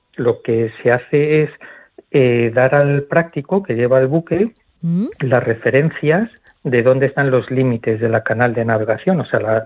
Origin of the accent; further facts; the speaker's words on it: Madrid, Community of Madrid, Spain; Bueno, pues soy de Madrid.